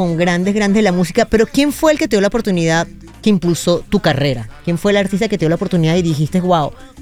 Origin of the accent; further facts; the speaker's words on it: Caracas, Capital District, Venezuela; Sí, yo soy de Venezuela. Caracas.